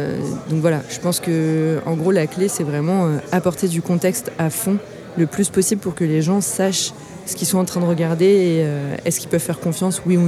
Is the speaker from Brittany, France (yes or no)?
no; Orléans, Centre-Val de Loire, France; je suis une femme, je suis blanche, j'ai 32 ans, j'ai grandi à Orléans, dans tel contexte, je suis passée par l'aide sociale à l'enfance